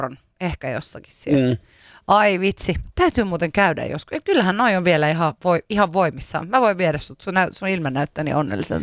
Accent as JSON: {"language": "Finnish", "town": "Vantaa", "region": "Uusimaa", "country": "Finland", "said": "Mä olen siis Vantaalta."}